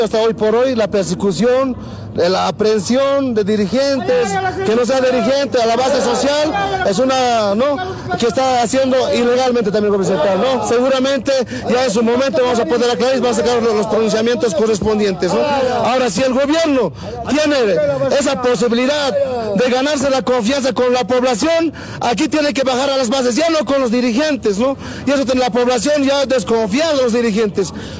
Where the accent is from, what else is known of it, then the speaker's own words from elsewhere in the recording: Bolivia; todos somos bolivianos, hermanos bolivianos